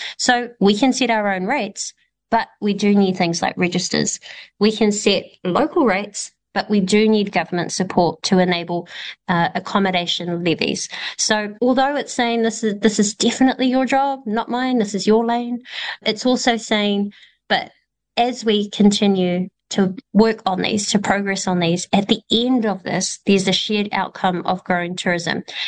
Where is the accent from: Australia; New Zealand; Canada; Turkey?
New Zealand; You know, every you go overseas anywhere and you say, I'm from New Zealand, and they go, ah, the haka, you know, ah, the All Blacks.